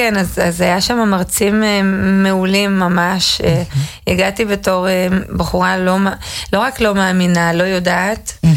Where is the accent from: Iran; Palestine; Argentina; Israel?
Israel; Jerusalem, Jerusalem District; born there; also born or lived in Saint Petersburg, Russia; בגיל 10, כמעט 10, הגענו לארץ מסן פטרסבורג, ברית המועצות, אני ואימי. ואבא שלי עלה גם כן לפני מלחמת המפרט ב-90, זה ממש בנפילת מסך הברזל, זה היה התקופה. וגם לנווה יעקב לפני שהתחרדה